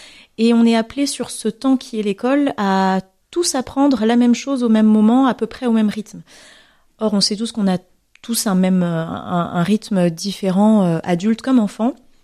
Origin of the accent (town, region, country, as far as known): Madagascar; born there; also born or lived in Alsace